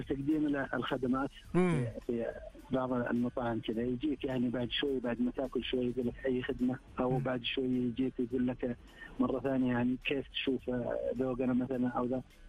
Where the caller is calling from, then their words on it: Riyadh, Riyadh Province, Saudi Arabia; من الرياض.